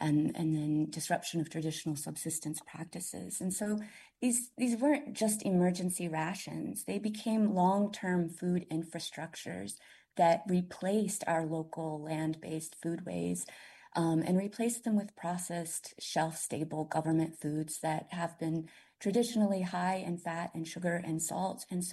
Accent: Tulsa, Oklahoma, United States; So I grew up in Tulsa, and, you know, we lived outside of the reservation boundaries, so we weren't eligible for commodity foods.

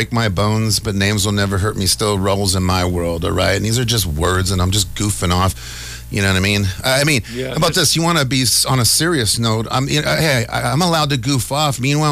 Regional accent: United States; I'm American, baby.

